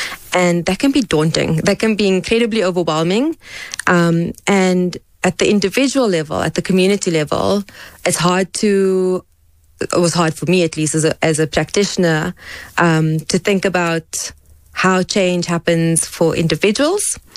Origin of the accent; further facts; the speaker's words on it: Cape Town, Western Cape, South Africa; now in Johannesburg, South Africa; Okay, so I've been in Joburg now for 16 years. Time flies. I'm actually from Cape Town, born and raised.